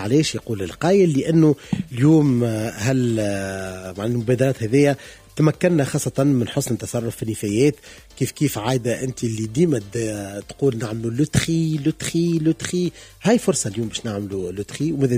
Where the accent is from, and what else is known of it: Tunisia